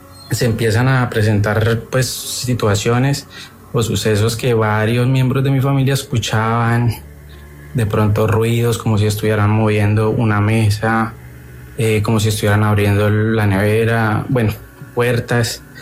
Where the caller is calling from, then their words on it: Tolima, Colombia; yo soy del Tolima